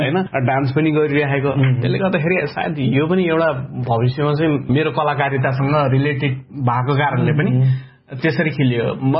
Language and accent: Nepali; Kathmandu, Bagmati, Nepal; मेरो जन्म नै काठमाडौँमा भएको हो, बुढालीकण्ठ। मेरो गाउँ चाहिँ बङ्गाल हो, मेरो बाल्यकाल नै बङ्गालमा बित्यो भनौँ, बुढालीकण्ठ साइड।